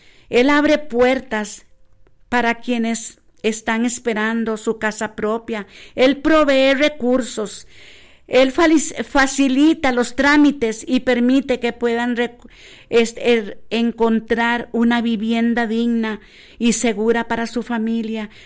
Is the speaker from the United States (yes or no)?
no; Costa Rica; como buenos ticos que somos